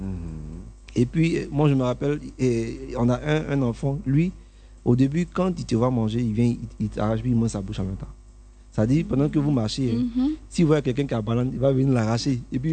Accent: Côte d’Ivoire; ici, en Afrique, et chez nous, en Côte d'Ivoire

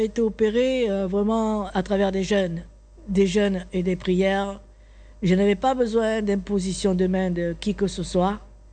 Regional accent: Martigues, Provence-Alpes-Côte d'Azur, France; born there; moved away as an adult; now in Côte d'Ivoire; Donc, moi, je viens de France. Je suis née à Martigues, en Provence. Et mes origines sont siciliennes.

